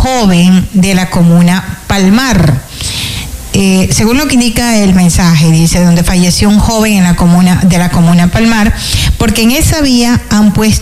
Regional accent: Colonche, Santa Elena, Ecuador; somos de Colonche y acá nadie dice nada del peligro que hay en estas vías.

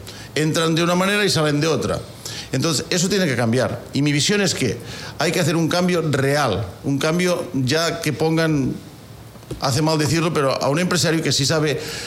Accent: Spain; moved away as an adult; now in Quevedo, Ecuador; me atacan con que soy español

